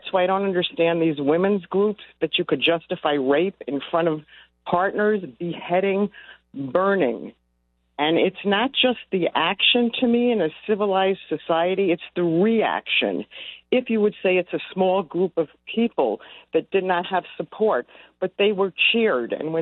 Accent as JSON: {"language": "English", "country": "United States", "tie": "born or raised there"}